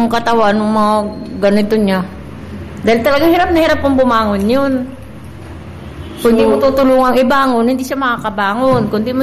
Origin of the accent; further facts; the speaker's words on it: Lopez, Calabarzon, Philippines; Del Pilar, dito sa Lopez.